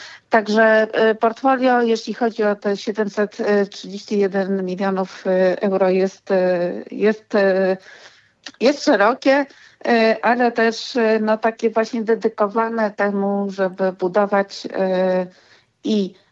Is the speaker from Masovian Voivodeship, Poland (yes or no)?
yes; Warsaw, Masovian Voivodeship, Poland; jako warszawianka bardzo się cieszę, że to będzie w Warszawie, chociaż troszeczkę moje serce też jest rozdarte, bo jestem pół krwi krakowianką